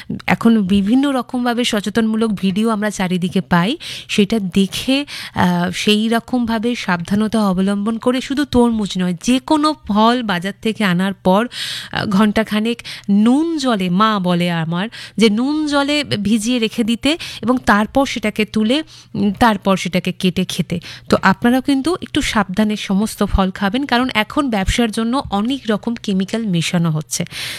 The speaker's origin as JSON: {"language": "Bangla", "town": "Arambagh", "region": "West Bengal", "country": "India", "tie": "born or raised there", "moved": "as an adult", "said": "আমি আরামবাগে থাকতাম, আরামবাগ আমার জন্মস্থান, আরামবাগ গার্লস হাই স্কুলে আমি পড়াশোনা করেছি, কিন্তু উচ্চ মাধ্যমিক দেওয়ার পর আমি আরামবাগ থেকে চলে এসেছি, আমরা থাকতাম গোবরাটি মোড়ের ওখানে।"}